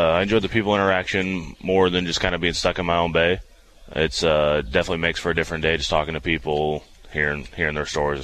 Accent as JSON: {"language": "English", "town": "Taylorville", "region": "Illinois", "country": "United States", "tie": "born or raised there", "said": "Born and raised in Taylorville and graduated from Taylorville."}